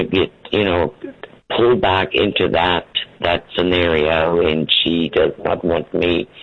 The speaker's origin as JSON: {"language": "English", "country": "Germany", "tie": "born or raised there", "moved": "yes", "lives_now": "Phoenix, United States", "said": "I was born and raised in Germany."}